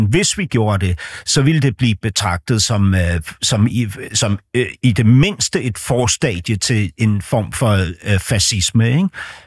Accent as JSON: {"language": "Swedish", "country": "Denmark", "second_language": "Swedish", "said": "sån med en inbyggd stolthet som jag som dansk syns är opassande att deklamera på den måde"}